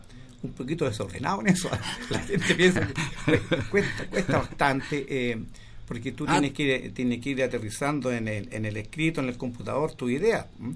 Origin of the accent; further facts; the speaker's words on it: Rafael, Biobío, Chile; born there; now in Tomé, Chile; yo nací en Rafael